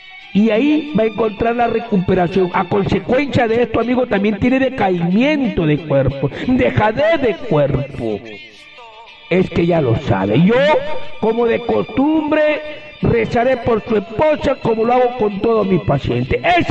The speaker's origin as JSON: {"language": "Spanish", "town": "Huancabamba", "region": "Piura", "country": "Peru", "said": "ha sido al mismo Piura y hasta el mismo Laguna El Rey en Huancabamba, mi tierra."}